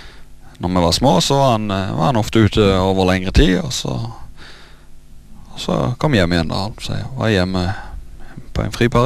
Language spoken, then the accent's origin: Norwegian; Karmøy, Rogaland, Norway; Født og oppvokst på Karmøy. Det jeg. På Veavågen.